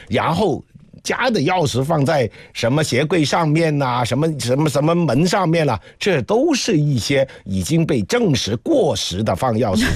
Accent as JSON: {"language": "Chinese", "region": "Guangdong", "country": "China", "said": "我们广东人"}